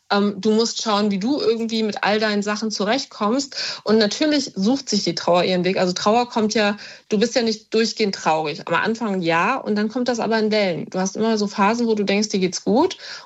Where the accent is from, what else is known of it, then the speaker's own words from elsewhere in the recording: Frankfurt, Hesse, Germany; born there; Ich bin gebürtig aus Frankfurt tatsächlich, Frankfurt am Main.